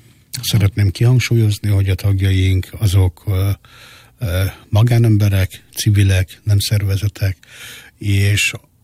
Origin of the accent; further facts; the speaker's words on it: Hungary; magyarok és cigányok vagyunk egyaránt. Annyira vagyunk cigányok, mint amennyire magyarok, és annyira magyarok, amennyire cigányok.